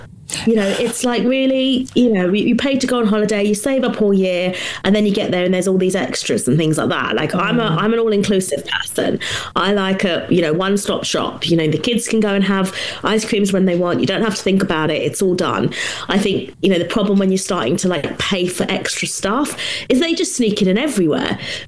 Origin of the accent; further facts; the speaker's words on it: United Kingdom; as a Brit